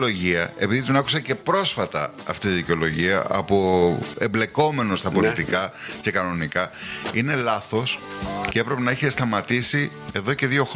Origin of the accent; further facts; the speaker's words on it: Greece; Γιατί είμαστε Έλληνες.